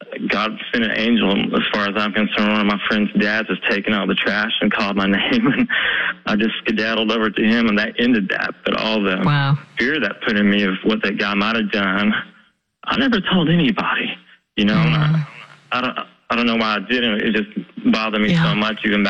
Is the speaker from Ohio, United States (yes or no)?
no; Weatherford, Oklahoma, United States; I know people in Oklahoma City and my hometown of Weatherford and a lot of places that are going through loneliness too.